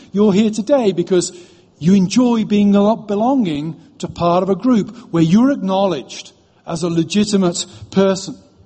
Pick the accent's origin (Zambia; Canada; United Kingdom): United Kingdom; now in United States; I'm British.